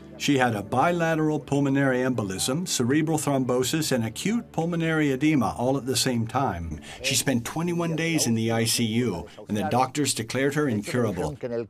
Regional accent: Santa Marta de los Barros, Extremadura, Spain; I come from Santa Marta de los Barros in Spain. I was born in a practicing Catholic family.

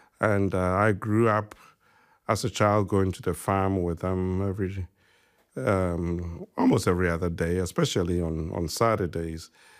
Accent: Ashanti, Ghana; my early childhood life was a typical Ghanaian Ashanti boy living in a village. I was born in Kumeu, as you rightly said, in the Ashanti region. And it's about 36 miles away from Kumasi, the capital city of the Ashanti region

